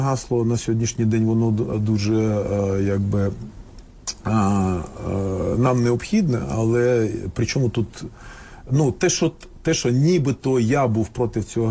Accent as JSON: {"language": "Ukrainian", "country": "Russia", "tie": "born or raised there", "also_born_or_lived": "Tajikistan", "said": "Я виріс... я народився в Таджикистані, а виріс в Росії."}